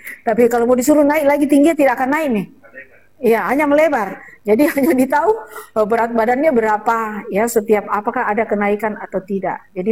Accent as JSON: {"language": "Indonesian", "town": "Parepare", "region": "South Sulawesi", "country": "Indonesia", "said": "Kita ini orang Pare-Pare ini banyak ikan."}